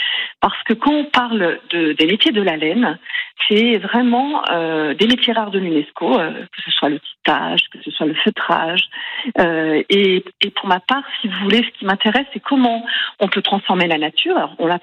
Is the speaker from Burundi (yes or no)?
no; Ecuador; now in France; j'ai vécu mon enfance en Amérique du Sud, en Équateur, le pays de la Pachamama, et dans une grande ferme avec moutons, alpagas.